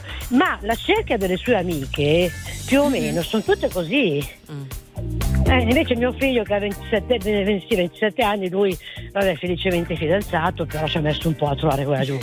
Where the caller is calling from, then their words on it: Rho, Lombardy, Italy; Io chiamo da Ro, provincia di Milano.